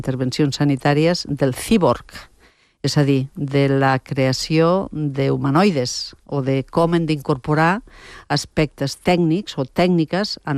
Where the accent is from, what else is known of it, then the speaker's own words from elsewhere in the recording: Catalonia, Spain; accent: Ponent; I a més em sorprèn l'accent de Ponent que tinc. Tinc un accent de Ponent total.